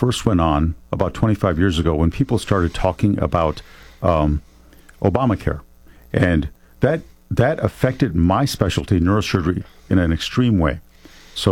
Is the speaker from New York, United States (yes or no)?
yes; Buffalo, New York, United States; And again, I went to a state University of New York in Buffalo. That's where I grew up in Western New York.